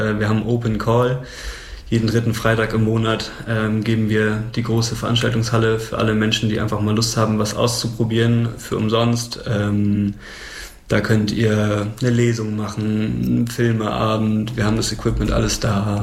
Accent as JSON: {"language": "German", "region": "Schleswig-Holstein", "country": "Germany", "tie": "born or raised there", "said": "Also ich komme aus der Nähe von Flensburg. auch aus dem dörflichen Raum oder ländlicheren Raum."}